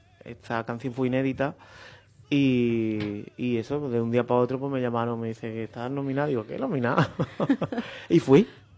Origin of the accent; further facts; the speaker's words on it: Andalusia, Spain; Sí. Entre Nerja y Málaga, yo no me he despegado.